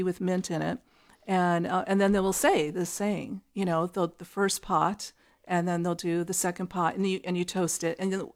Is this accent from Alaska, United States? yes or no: no; Austin, Texas, United States; You know, I grew up in Austin drinking iced tea.